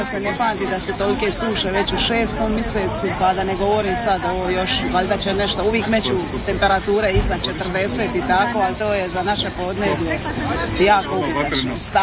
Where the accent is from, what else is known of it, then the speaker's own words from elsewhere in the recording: Dubravice, Šibenik-Knin County, Croatia; kod nas u Dubravicama